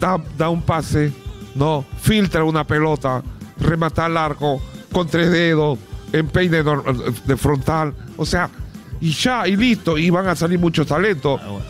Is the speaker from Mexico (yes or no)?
no; Argentina; Como somos los argentinos, ¿viste?